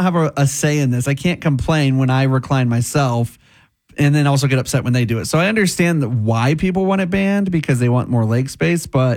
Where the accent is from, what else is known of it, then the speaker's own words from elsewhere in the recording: Oklahoma, United States; I'm an Oklahoma fan because I'm born and raised in Oklahoma.